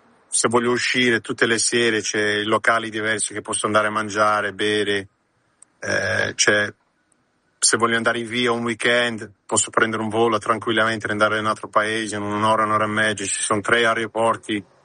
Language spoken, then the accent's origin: Italian; Australia; now in Milan, Italy; un mio amico che siamo cresciuti insieme in Australia con Max Vieri